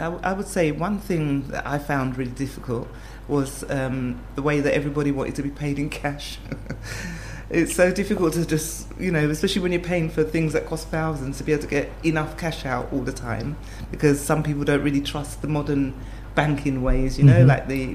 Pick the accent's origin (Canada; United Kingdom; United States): United Kingdom; England; moved away; I'm from England